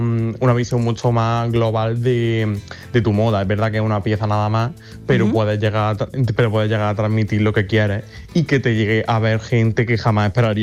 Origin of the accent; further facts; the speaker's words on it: Almería, Andalusia, Spain; somos un rincón de España maravilloso, donde tenemos un ambiente perfecto, donde tenemos unos paisajes increíbles y que merece la pena visitar